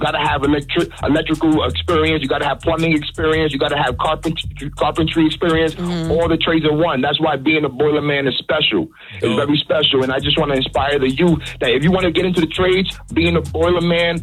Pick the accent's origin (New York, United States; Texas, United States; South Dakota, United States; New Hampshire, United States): New York, United States; New York City; Nah, I'm from New York City. I'm from Harlem. I'm from Harlem.